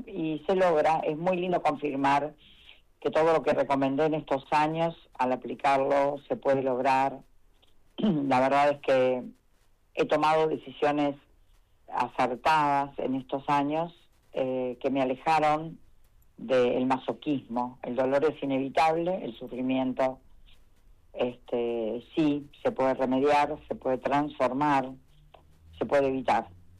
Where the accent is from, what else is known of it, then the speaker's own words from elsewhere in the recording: Argentina; Somos Argentina con Maradona, con Messi, no se puede ni empezar a hablar.